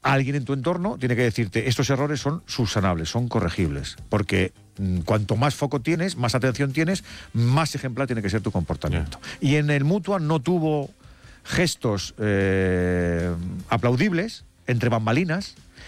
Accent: Asturias, Spain; como asturiano, que Fernando Alonso cuando despuntó no le gustaba.

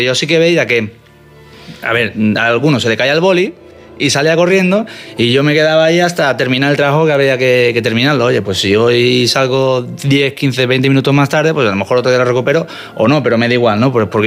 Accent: Málaga, Andalusia, Spain

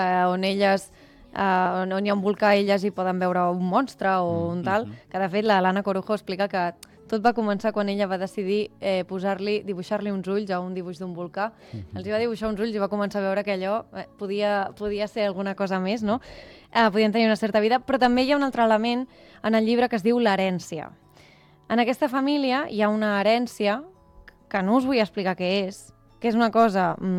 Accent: Martorell, Catalonia, Spain; jo soc de Martorell, però tampoc és que vingui de l'altra punta del món.

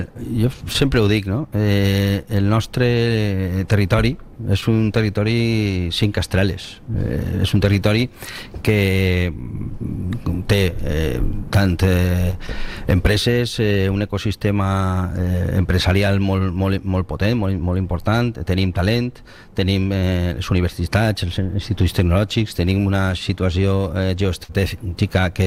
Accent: Valencian Community, Spain; orgull de ser valencians

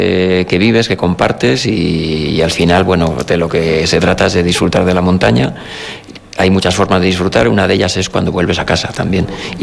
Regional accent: Palencia, Castile and León, Spain; born there; moved away as an adult; now in Bustillo de Santullán, Spain; yo nací en Palencia, capital

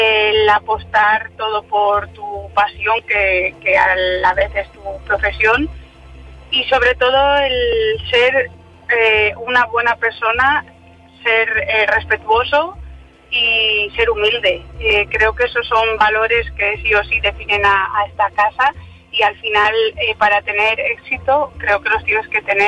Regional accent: Ledesma, Castile and León, Spain; Algo en mi entorno y aparte de Salamanca, por supuesto, hacerlo en mi pueblo, hacerlo en Ledesma.

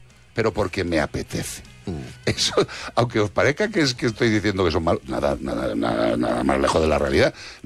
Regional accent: Madrid, Community of Madrid, Spain; born there; yo nací en Madrid.

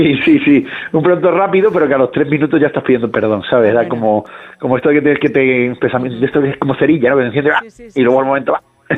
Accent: Cádiz, Andalusia, Spain; y yo además me crié en Cádiz

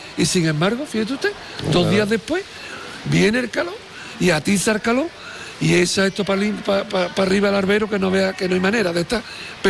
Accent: Andalusia, Spain; somos vecinos de Jerez, hijos ilustres de una matriz como Jerez de la Frontera, tierra de vinos como lo somos en parte nosotros, ¿no?

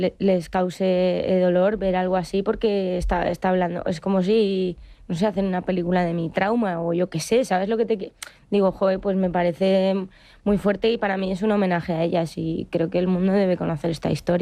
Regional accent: Madrid, Community of Madrid, Spain; viví una adolescencia yo también que soy de Madrid y el feminismo pues en 2019-2018 era una locura, las manifestaciones y todo.

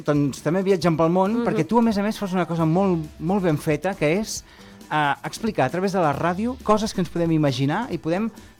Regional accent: Gironella, Catalonia, Spain; al meu poble, que és Gironella

